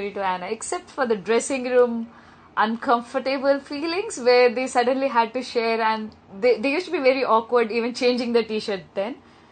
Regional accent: Mumbai, Maharashtra, India; In India, we first have to clear the exams for the state we belong to. So I came from Mumbai

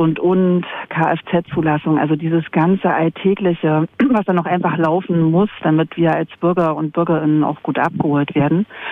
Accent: Jena, Thuringia, Germany; born there; Genau, also ich bin gebürtige Jenenserin, bin in meinem normalen Job an der Uni tätig

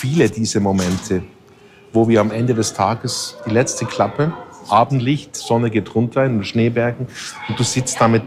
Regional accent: Switzerland; ich komme aus der Schweiz und ich kenne natürlich die Situation in den Bergen.

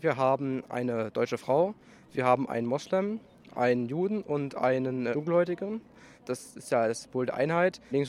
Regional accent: Germany; Hier aus Fachau.

